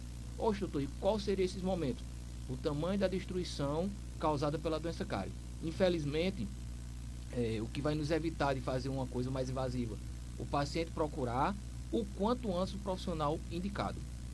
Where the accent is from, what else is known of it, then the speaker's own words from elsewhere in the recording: Sousa, Paraíba, Brazil; now in Toritama, Brazil; sou da cidade de Souza, cidade do Dinossauro.